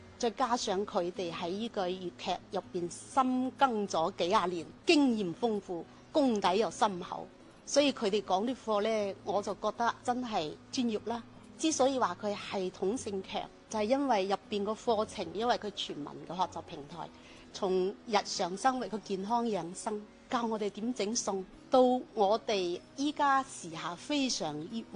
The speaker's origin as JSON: {"language": "Chinese", "region": "Guangdong", "country": "China", "said": "作為我們廣府人對於嶺南文化應該都是有一定熟悉的"}